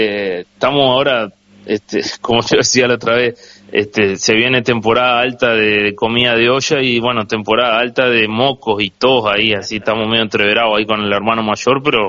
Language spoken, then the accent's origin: Spanish; Uruguay; como uruguayos somos bastante conservadores